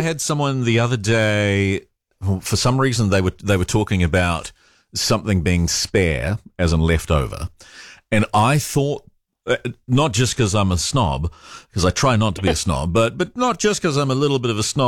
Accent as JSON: {"language": "English", "country": "New Zealand"}